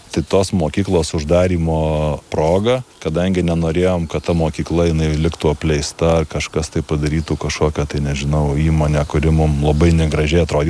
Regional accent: Dzūkija, Lithuania; Juokauju, kad čia gyvena priedzūkiai, nes aš esu dzūkas

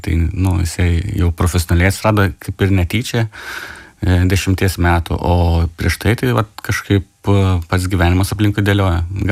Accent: Šiauliai, Šiauliai County, Lithuania; born there; aš mokiausi 8 metus Šiaulių didžiojo gimnazijoje ir paskutinis 4 metus Šiaulių konservatorijoje.

